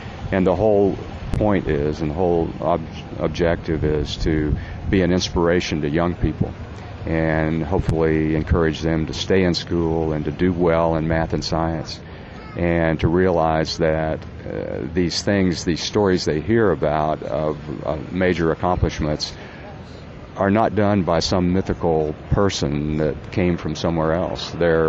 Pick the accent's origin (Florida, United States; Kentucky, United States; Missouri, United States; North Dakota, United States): Kentucky, United States; Bowling Green; Bowling Green, Kentucky, my hometown